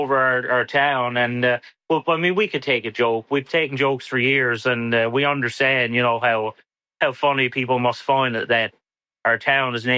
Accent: Dildo, Newfoundland and Labrador, Canada; And I've never been ashamed to ever say I was from Dildo.

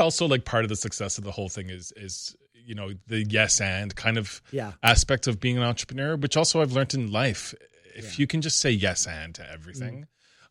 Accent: Newfoundland and Labrador, Canada; I'm from Newfoundland

